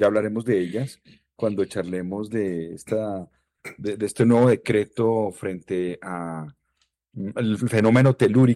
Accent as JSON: {"language": "Spanish", "country": "Colombia"}